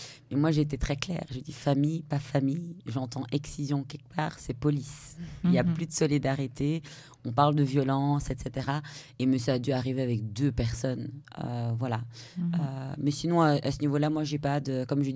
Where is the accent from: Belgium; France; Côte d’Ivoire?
Belgium; Moi, comme je suis née, j'ai grandi en Belgique, il y a quand même une pression qui est moins forte.